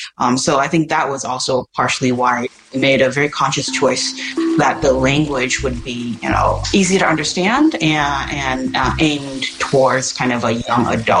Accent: Taipei, Taiwan; I grew up in Taipei City, which is this vast metropolis

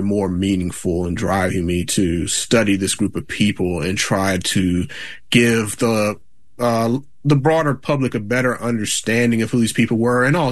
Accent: Virginia, United States; And you know, I grew up in Virginia as well, and so Civil War memory to some extent is all over the place in Virginia.

